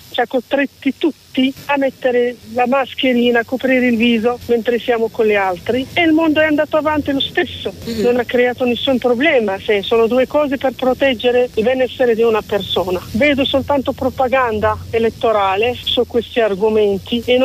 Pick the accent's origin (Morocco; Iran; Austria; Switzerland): Morocco; Italian is a second language; now in Italy; Io sono marocchina e parlo della cultura dove sono cresciuta